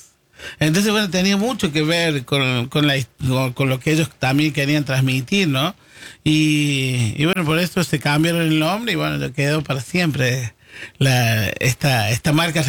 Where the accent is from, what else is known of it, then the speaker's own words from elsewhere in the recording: Córdoba, Argentina; accent: Cordoban tonada; El San Vicente, donde nos criamos, donde yo nací